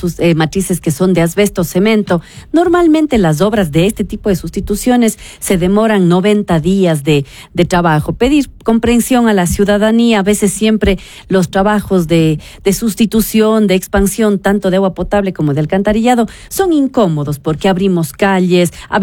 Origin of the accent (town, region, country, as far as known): Cuenca, Azuay, Ecuador